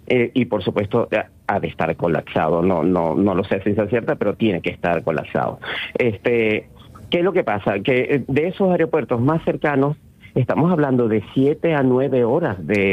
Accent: Maracaibo, Zulia, Venezuela; Tenía un hermano que vivió allí algún tiempo, pero yo soy maracucho y la zona más lejana del epicentro.

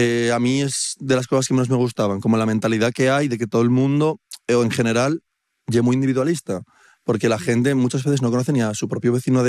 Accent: Madrid, Community of Madrid, Spain; moved away as an adult; yo me crié en una ciudad, yo nací en Madrid. Pero sí que es verdad que vivir vivo en un pueblo...

